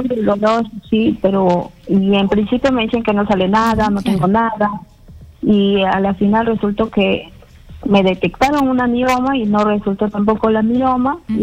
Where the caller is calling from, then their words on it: Callao, Peru; estoy llamando desde Kendo, de Callao.